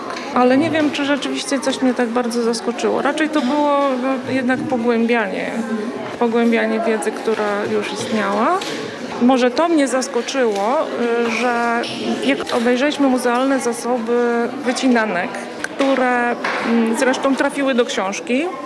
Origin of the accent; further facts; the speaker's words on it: Świętokrzyskie Voivodeship, Poland; całe życie mieszkam w Świętokrzyskim